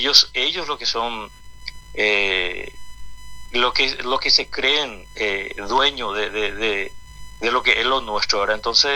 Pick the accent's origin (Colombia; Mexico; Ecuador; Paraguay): Paraguay; todos somos paraguayos